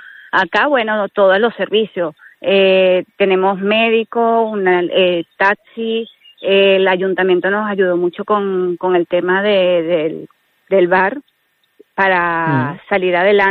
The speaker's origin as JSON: {"language": "Spanish", "country": "Venezuela", "lives_now": "Spain"}